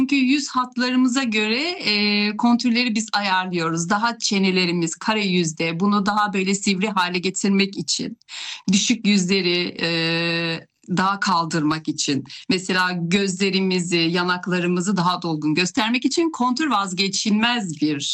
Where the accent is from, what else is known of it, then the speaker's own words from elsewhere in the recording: Pazar, Rize, Turkey; now in Rize, Turkey; Rize'deyim. Rize merkezdeyim. Aslen pazardayım ama.